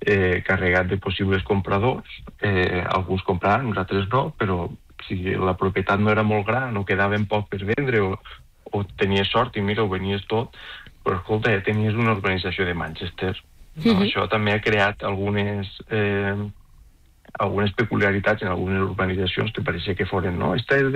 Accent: Valencian Community, Spain

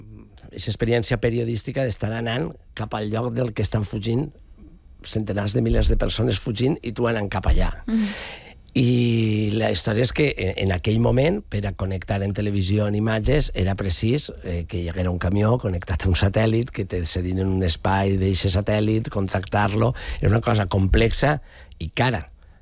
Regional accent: Alcoy, Valencian Community, Spain; moved away; jo soc d'Alcoi, com alguns més, i jo vaig tornar justament per al mig any. Jo vaig arribar a Alcoi

